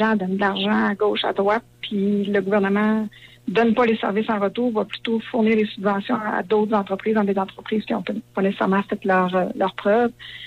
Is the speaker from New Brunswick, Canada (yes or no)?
no; Notre-Dame-du-Lac, Quebec, Canada; Nous, parce que je viens de Notre-Dame-du-Lac, fait que je suis désolée.